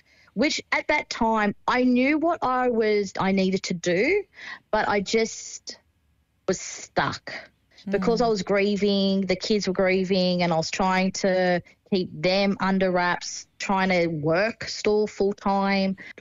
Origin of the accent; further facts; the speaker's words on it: Hawkesbury, New South Wales, Australia; I'm from the Hawkesbury.